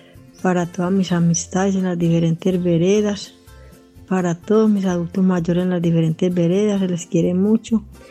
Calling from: Antioquia, Colombia; de Palmas

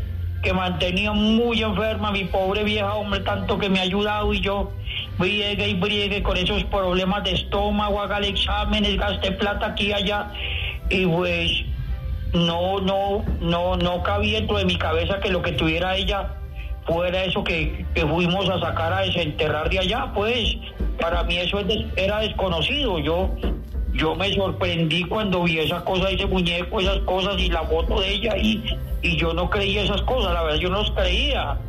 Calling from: La Ceja, Antioquia, Colombia; yo soy de La Ceja

